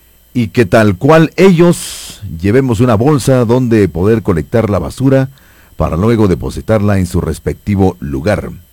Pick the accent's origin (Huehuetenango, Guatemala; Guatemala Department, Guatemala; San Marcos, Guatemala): San Marcos, Guatemala; San Pedro Sacatepéquez; somos checanos, que somos sanpedranos